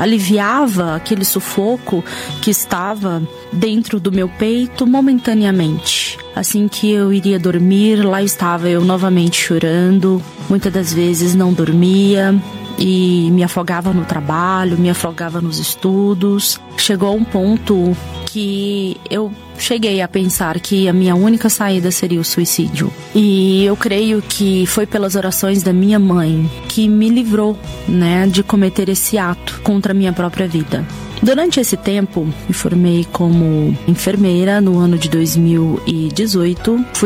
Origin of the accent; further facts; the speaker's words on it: Patos de Minas, Minas Gerais, Brazil; Hoje eu estou com 33 anos de idade, sou de Minas Gerais, da cidade de Patos de Minas.